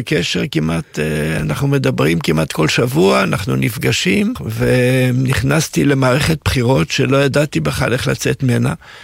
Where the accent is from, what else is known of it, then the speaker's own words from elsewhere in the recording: Jerusalem, Jerusalem District, Israel; moved away as an adult; also born or lived in South Africa; now in Ra'anana, Israel; אני נולדתי בירושלים. כל חיי גרתי בירושלים, ואז נשלחתי על ידי הסוכנות היהודית לדרום אפריקה להיות שליח עלייה. והייתי 3 שנים בדרום אפריקה